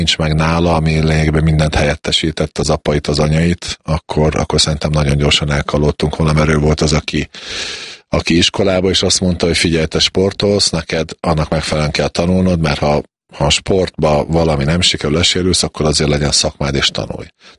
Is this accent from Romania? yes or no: no; Southern Slovakia, Slovakia; felvidéken, szlovák ajkúak között kellett élni, edzeni, és így kellett bekerülni a szlovák válogatottba is magyarként, ami nem volt egy ideális helyzet